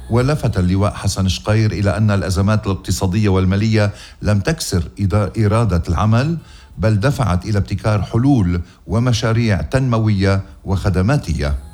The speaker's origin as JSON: {"language": "Arabic", "country": "Lebanon", "said": "شو هالعيب هيدا بوطننا لبنان؟"}